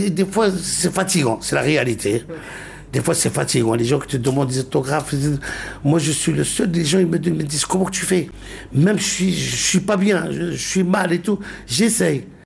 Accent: Algeria; Moi, j'ai souffert pour instaurer déjà cette musique chez moi, en Algérie.

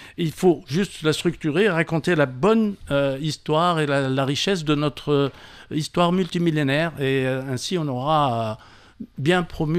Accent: Tunisia; C'est pas parce qu'on est tunisien, mais elle est...

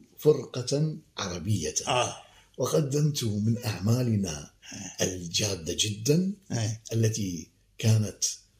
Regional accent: Iraq; يعني أنا أذهب كعراقي من أصل عراقي.

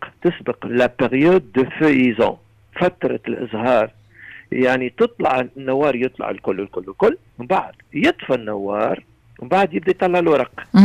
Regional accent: Tunisia; بلدي تونس

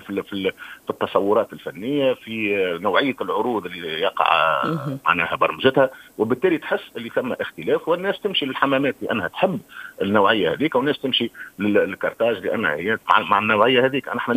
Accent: Tunisia

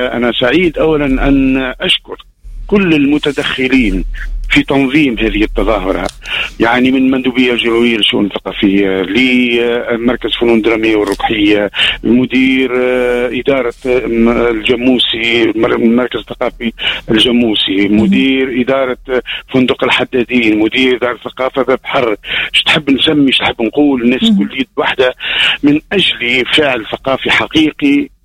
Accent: Sfax, Sfax Governorate, Tunisia; born there; مسقط رأسي وهو صفاقس.

